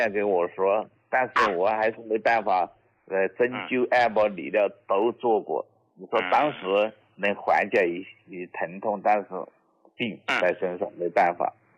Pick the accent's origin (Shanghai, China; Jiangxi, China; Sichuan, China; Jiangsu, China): Sichuan, China; Jintang County; 我来自四川成都金堂县的